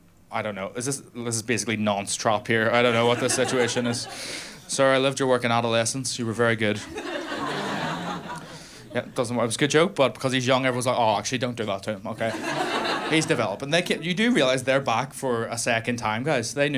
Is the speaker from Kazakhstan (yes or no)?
no; Northern Ireland, United Kingdom; Do you know how hard it was growing up in Northern Ireland with a gay dad?